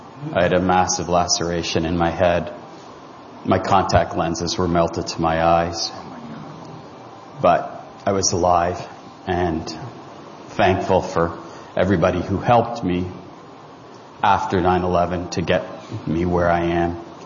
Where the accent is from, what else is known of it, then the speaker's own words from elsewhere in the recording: Canada; moved away; I'm a Canadian